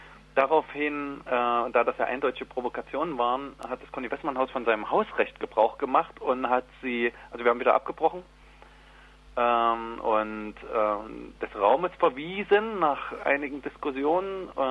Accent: Leipzig, Saxony, Germany; Und ich komme ja hier aus Leipzig, also wir haben es ja wirklich hautnah erlebt.

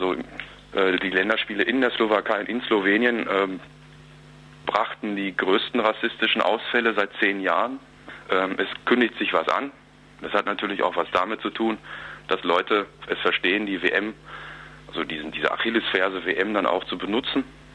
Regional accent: Duisburg, North Rhine-Westphalia, Germany; moved away; Also ich komme aus Duisburg ursprünglich.

